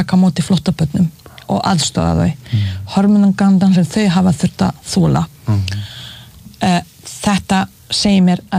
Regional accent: Bosnia & Herzegovina; Icelandic is a second language; now in Iceland; Ég fæddi upp hann í Bosníu-Hertsegóvínu.

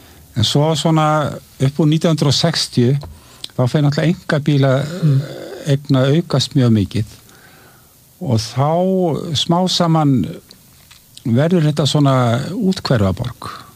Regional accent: Reykjavik, Capital Region, Iceland; born or raised there

